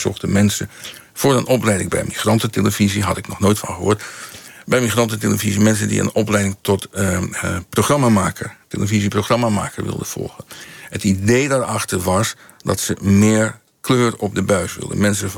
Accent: Netherlands; born there; Ja, want ik ben in Nederland geboren.

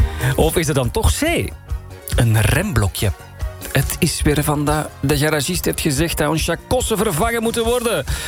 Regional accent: Flanders, Belgium; now in Netherlands; Ja, ik kom zelf uit België, maar ik woon al 24 jaar in Nederland.

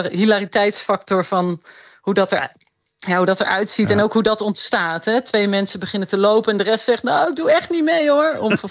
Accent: Netherlands; Want we voelen ons als Nederlanders denk ik relatief uitbundig en hip.

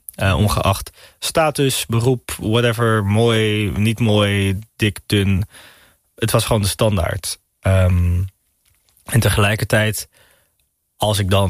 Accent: Amsterdam, North Holland, Netherlands; en dat is in Amsterdam gebeurd en daar ben ik ook trots op als Nederlander, als Amsterdammer.

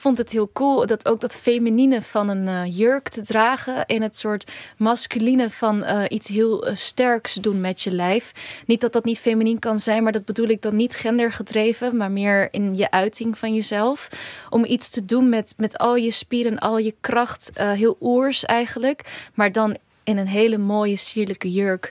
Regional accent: Rotterdam, South Holland, Netherlands; also born or lived in Gorinchem; toen naar Rotterdam-Zuid. Daar ben ik ook geboren. Ik ben in Gorinchem geboren. Maar we zijn zo vroeg, toen ik 2 was, was ik daar al. Dus voor mij ben ik in Rotterdam geboren.

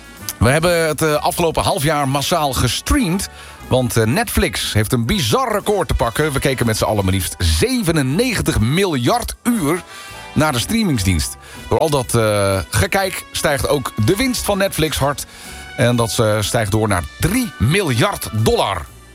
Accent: Friesland, Netherlands; We hebben bij ons in Friesland begint dit weekend het scootjesielen.

